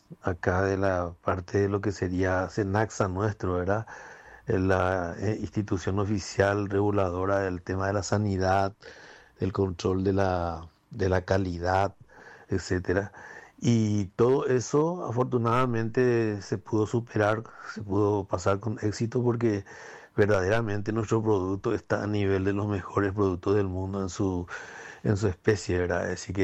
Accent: Paraguay; now in Taiwan; como paraguayo, me siento realizado

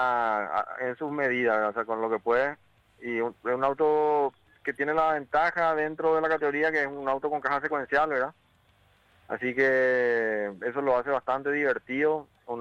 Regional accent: Villarrica, Guairá, Paraguay; todos los que somos de Villarrica

